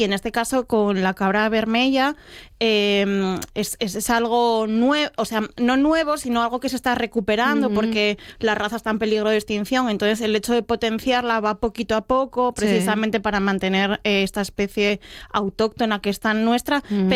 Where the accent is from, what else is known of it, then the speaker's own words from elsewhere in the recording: Asturias, Spain; Al final yo también soy guisandera de Asturias y bueno, lo que hacemos es cocina de Asturias y aparte soy asturiana